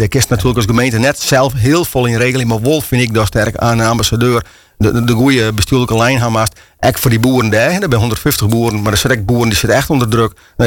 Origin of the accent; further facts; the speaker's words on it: Friesland, Netherlands; ik ben Fries.